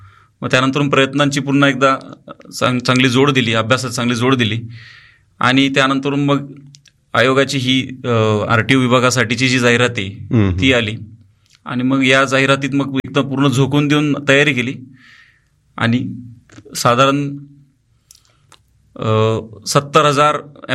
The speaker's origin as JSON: {"language": "Marathi", "area": "Nashik district", "region": "Maharashtra", "country": "India", "tie": "born or raised there", "said": "नाशिक जिल्ह्यात मालेगाव तालुक्यात आमचं एक सोनोज म्हणून गाव आहे, खेडेगाव आहे. त्या खेडेगावात आम्ही लहानाचे मोठे झालो."}